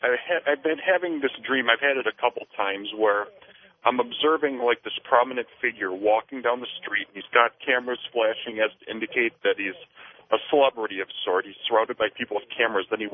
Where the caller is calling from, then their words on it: Indianapolis, Indiana, United States; from Indianapolis.